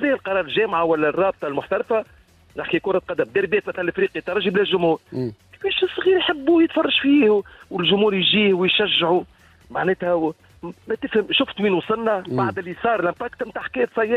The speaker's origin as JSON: {"language": "Arabic", "country": "Tunisia", "said": "بلادنا تونس"}